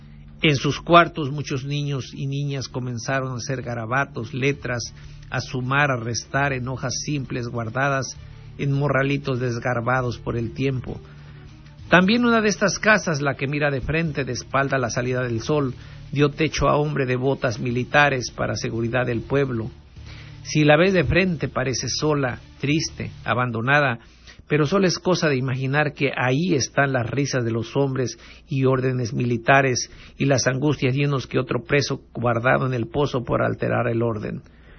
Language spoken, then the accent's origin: Spanish; Vallecitos de Zaragoza, Guerrero, Mexico; de mi pueblo, de Vallecitos de Zaragoza, allá en lo alto de la sierra de Zihuatanejo. Estamos a una hora de distancia.